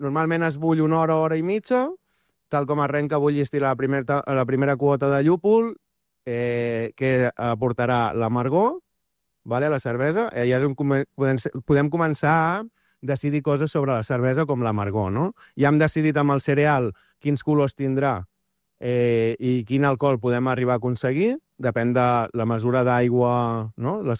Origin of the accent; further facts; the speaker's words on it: Arenys de Mar, Catalonia, Spain; Arenys de Mar, sempre. Capital de l'Almaresma. jo vaig començar amb això.